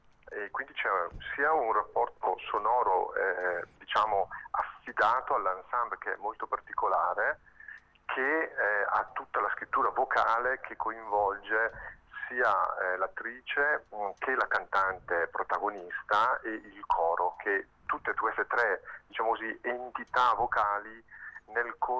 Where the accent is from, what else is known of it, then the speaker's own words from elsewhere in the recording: Brescia, Lombardy, Italy; c'è anche la coreografa che è di Brescia, e quindi una parte di questi, diciamo, del cast produttivo è della nostra città